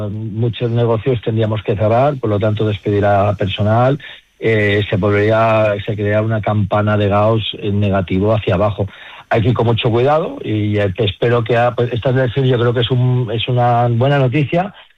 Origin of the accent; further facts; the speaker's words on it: Spain; como empresario y como español y como ciudadano